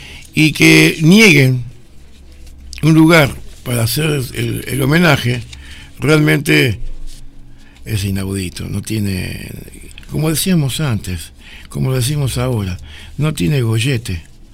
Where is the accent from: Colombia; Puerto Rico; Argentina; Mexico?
Argentina; como país, como argentinos